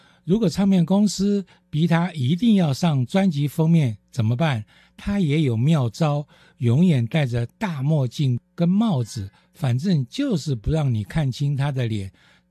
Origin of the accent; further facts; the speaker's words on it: Taiwan; 我们台湾人